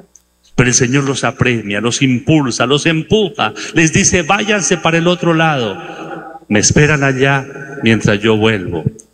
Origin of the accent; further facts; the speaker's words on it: Neiva, Huila, Colombia; somos muy afortunados, Dios cuánto nos quiere aquí a los huilenses, a los de Neiva, porque aquí no pasó, gracias a Dios, absolutamente nada.